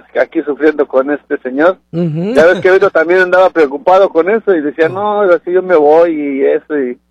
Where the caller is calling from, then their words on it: Mexico City, Mexico; Yo soy de la Ciudad de México.